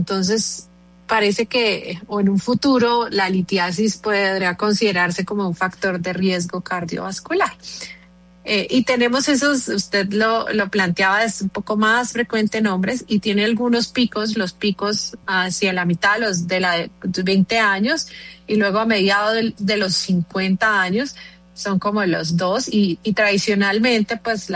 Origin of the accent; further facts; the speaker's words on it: Norte de Santander, Colombia; Yo soy del norte de Santander